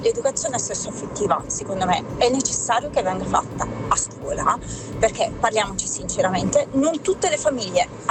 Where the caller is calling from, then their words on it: Brescia, Lombardy, Italy; da Brescia.